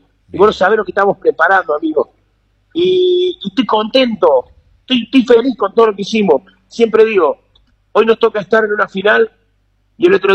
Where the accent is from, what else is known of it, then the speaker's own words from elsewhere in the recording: Argentina; de donde somos, que somos del interior de la República Argentina, nos pone contento.